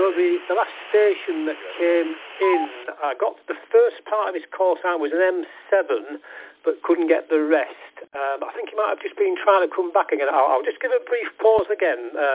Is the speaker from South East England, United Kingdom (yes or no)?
no; Richmond, Yorkshire and the Humber, United Kingdom; the other station on channel is …, and we're from the Richmond, North Yorkshire area.